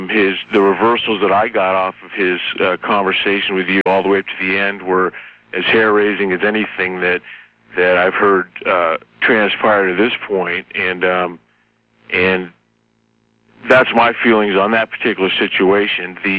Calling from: Grass Valley, California, United States; Grass Valley, California.

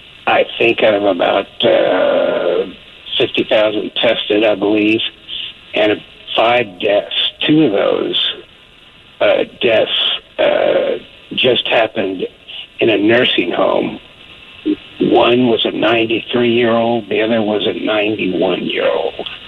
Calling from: Cameron County, Texas, United States; It's Cameron County at the very tip of South Texas, bordering Mexico.

